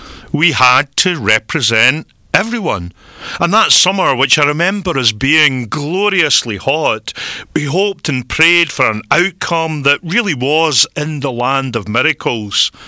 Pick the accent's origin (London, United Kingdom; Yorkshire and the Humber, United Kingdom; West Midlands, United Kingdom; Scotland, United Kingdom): Scotland, United Kingdom; as a very young child, I was proud of being Scottish